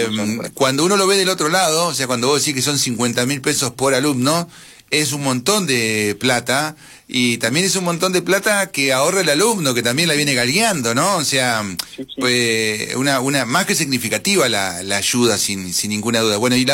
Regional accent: General Conesa, Río Negro, Argentina; yo vengo a estudiar a Patagones desde Conesa, no soy de Patagones

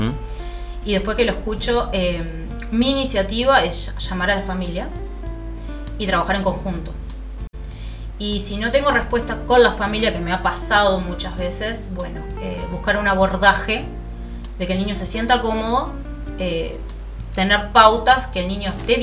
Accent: Minas, Lavalleja, Uruguay; moved away as an adult; yo me podría haber formado en Minas, de donde soy. O me podría haber formado en Pando, que mi madre vive cerca.

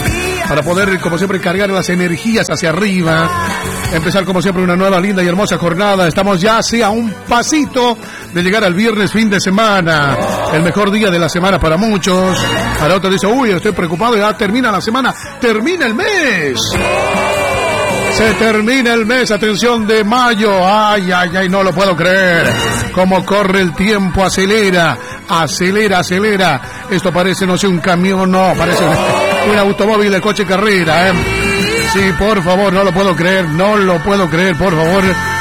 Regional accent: Argentina; y nosotros somos argentinos

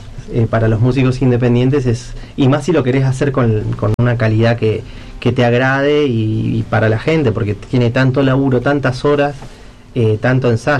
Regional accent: Centenario, Neuquén, Argentina; yo soy de Centenario

